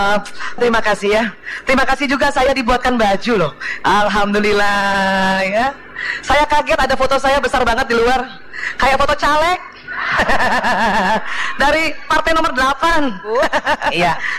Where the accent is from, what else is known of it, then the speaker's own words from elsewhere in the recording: South Sulawesi, Indonesia; Ya, kalau saya orang Bugis, suami saya orang Jogja. Ibu saya Palembang.